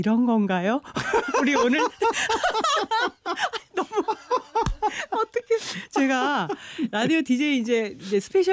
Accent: Tongyeong, South Gyeongsang, South Korea; born there; 제가 태어난 통영, 제가 태어난 곳이에요.

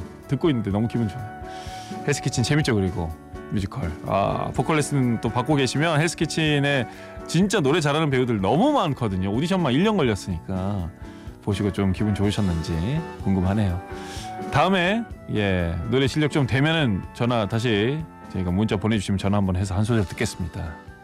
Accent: Ulsan, South Korea; 저 울산 출신이에요.

